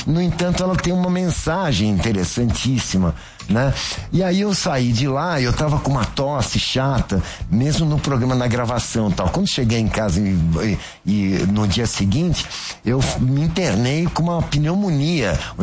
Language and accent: Portuguese; São Paulo, Brazil; e eu gravei essas duas músicas porque eu sou paulistano, né? E eu queria falar da minha cidade